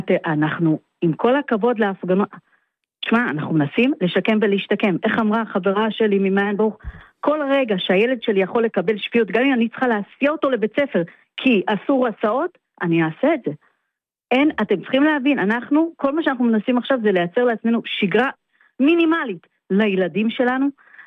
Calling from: Northern District, Israel; שאני מקיבוץ שנשאר לספוג והיה באמת בחזית ובמקום שהוא כל התשתית שלו התפרקה, תבינו, התשתית שלנו זה קריית שמונה

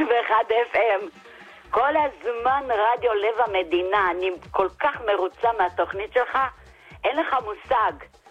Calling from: Bat Yam, Tel Aviv District, Israel; מבת ים, אני בת 80, סבתא לשמונה נכדים.

